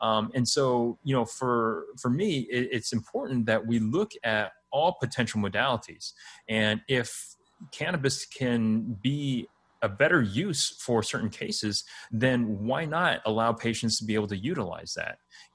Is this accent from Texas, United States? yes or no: yes; Texas, United States; because I was born and raised in Texas. And so, you know, cannabis has, you know, been heavily stigmatized in Texas.